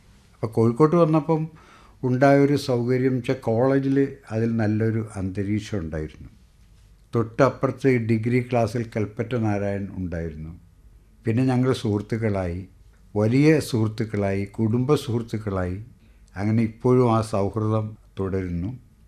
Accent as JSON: {"language": "Malayalam", "town": "Thuravoor", "region": "Kerala", "country": "India", "tie": "born or raised there", "also_born_or_lived": "Kozhikode", "said": "എന്റെ ബാല്യം ആലപ്പുഴയിൽ ചേർത്തല തുറവൂരായിരുന്നു. അവിടെ Thuravoor U P school, T D high school എന്നിവിടങ്ങളിലായിരുന്നു വിദ്യാഭ്യാസം."}